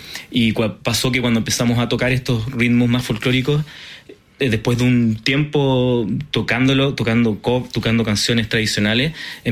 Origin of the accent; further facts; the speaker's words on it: Chile; moved away as an adult; also born or lived in Germany; now in Paris, France; No, yo salí de Chile, en mi caso, por estudios de posgrado en Alemania, y ahora acá en París sigo con mi vida científica